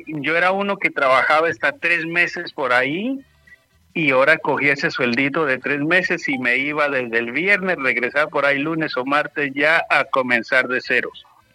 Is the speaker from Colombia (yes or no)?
yes; Pasto, Nariño, Colombia; Pero no, yo soy pastuso, a mucha honra y a mucho no. Yo mi tierrita no la niego donde quiera que vaya. Soy de Nariño